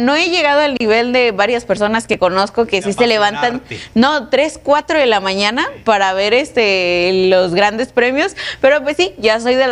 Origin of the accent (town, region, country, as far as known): Mexico